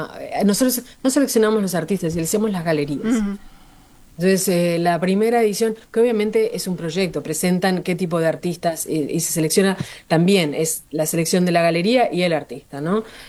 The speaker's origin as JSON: {"language": "Spanish", "country": "Uruguay", "tie": "born or raised there", "also_born_or_lived": "Punta del Este / La Paloma", "moved": "as an adult", "lives_now": "abroad", "said": "yo hace muchos años que vivo en el exterior, soy uruguaya, crecí entre Montevideo, Punta del Este y La Paloma, así que también conozco el público de Punta del Este bastante"}